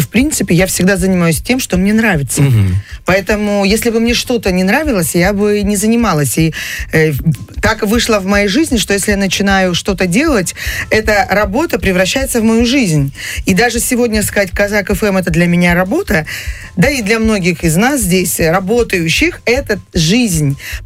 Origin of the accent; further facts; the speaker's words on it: Krasnodar Krai, Russia; наша кубанская душа